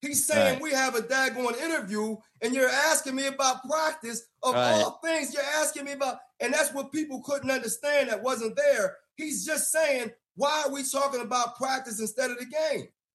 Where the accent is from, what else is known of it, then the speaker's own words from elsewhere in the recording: Philadelphia, Pennsylvania, United States; And I understand it because I'm a Philadelphian, so y'all are hearing it right now.